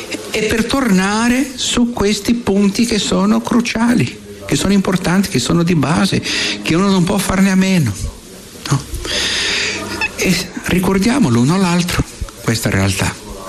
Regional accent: Brazil; Io vengo dal Brasile e ne abbiamo giù.

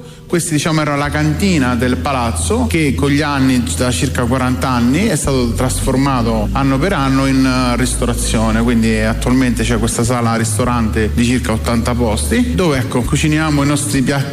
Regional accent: Veroli, Lazio, Italy; sono qui a Veroli

